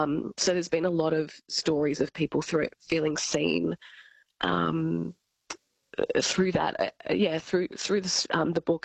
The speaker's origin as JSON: {"language": "English", "town": "Albury", "region": "New South Wales", "country": "Australia", "said": "In Albury-Wodonga, so I'm from Albury, yes."}